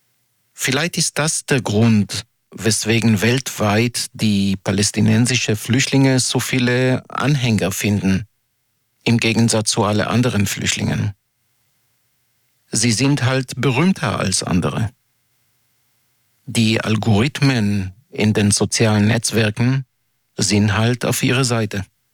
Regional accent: Israel; moved away; Bei mir zum Beispiel ist meine Heimat Israel. Aber ich habe Israel definitiv freiwillig verlassen.

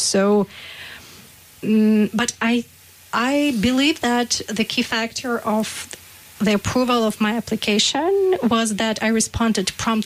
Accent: Ukraine; moved away as an adult; now in Hamburg, Germany; I don't know what the situation will be in my home country.

